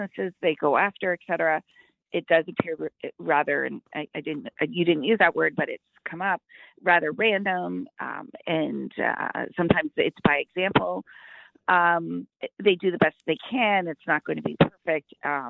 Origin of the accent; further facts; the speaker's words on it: London, Ontario, Canada; I'm from London area, so there you go.